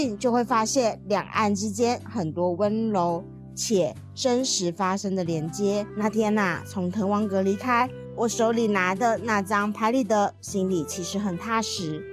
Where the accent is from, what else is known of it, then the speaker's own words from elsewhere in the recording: Taiwan; now in Shenzhen, China; 我来自台湾，在深圳生活了第八年，这些年啊，在大陆工作和生活